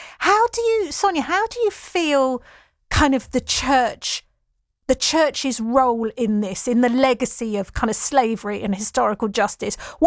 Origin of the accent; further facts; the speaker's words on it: London, United Kingdom; I'm 58, and my friends, we had the same experience. I come from London